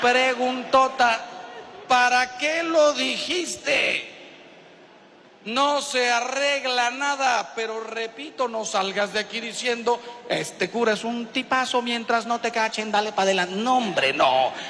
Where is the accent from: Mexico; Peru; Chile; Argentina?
Mexico; moved away; Yo soy de México, no sé si por aquí habrá alguno de México y coincide conmigo.